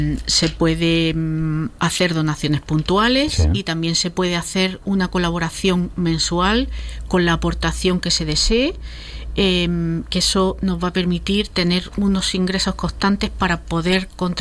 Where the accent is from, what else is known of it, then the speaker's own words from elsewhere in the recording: Almería, Andalusia, Spain; now in Granada, Spain; Sí, es decir, yo soy de Almería y... Bueno, lo único que llevo desde el 2012 viviendo en Granada, o sea que tengo el corazón partido.